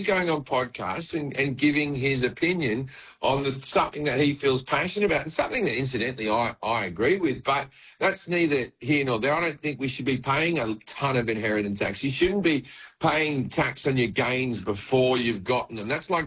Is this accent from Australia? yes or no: yes; Sydney, New South Wales, Australia; Even though I grew up in Sydney, I'm a Queensland supporter.